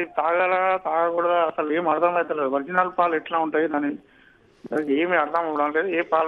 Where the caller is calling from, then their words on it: Ranga Reddy district, Telangana, India; నేను రంగారెడ్డి జిల్లా నుంచి మాట్లాడుతున్నా.